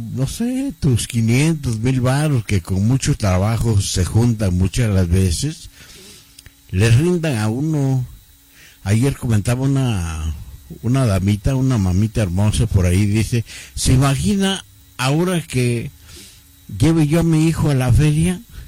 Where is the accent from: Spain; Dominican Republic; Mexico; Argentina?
Mexico; como el mexicano, pues, como así somos nosotros, ¿no?